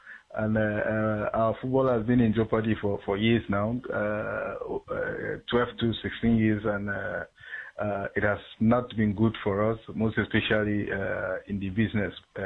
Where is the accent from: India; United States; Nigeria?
Nigeria; Jos, Plateau; We've been together. We grew up in Jos here, and someone that I know very, very well.